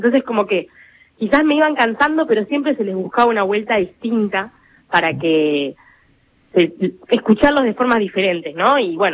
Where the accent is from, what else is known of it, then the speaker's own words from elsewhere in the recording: Capilla del Monte, Córdoba, Argentina; agarrar las raíces de donde vengo, como contabas recién ahí, Capilla del Monte, un hermoso pueblo de naturaleza que da mucho espacio a la introspección